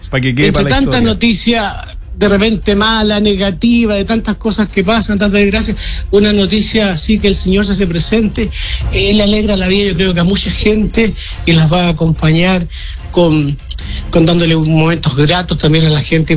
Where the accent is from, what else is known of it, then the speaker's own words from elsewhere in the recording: Santiago, Santiago Metropolitan Region, Chile; Yo soy de Santiago y me vine hace unos años para acá, me gustó el campo y me quedé por estos lados.